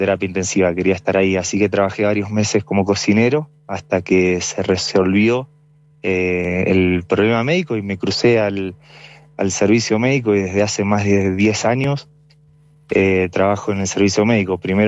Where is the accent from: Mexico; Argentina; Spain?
Argentina; La Emilia, Buenos Aires Province; Soy de La Emilia. Soy del pueblo de La Emilia.